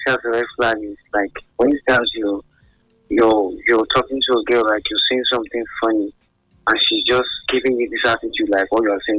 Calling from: Nigeria; I'm calling from Ekai.

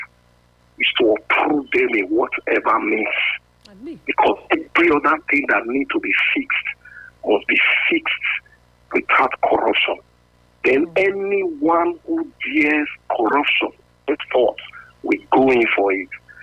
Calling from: Benin City, Edo, Nigeria; Yes, I'm calling from Benin.

